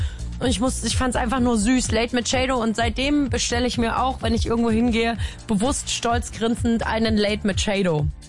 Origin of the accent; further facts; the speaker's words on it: Saxony, Germany; Und ich komme selber aus Sachsen.